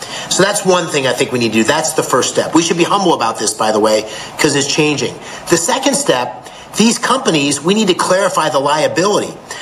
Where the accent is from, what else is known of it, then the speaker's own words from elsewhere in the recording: Columbia County, Pennsylvania, United States; Columbia County, where I grew up in Pennsylvania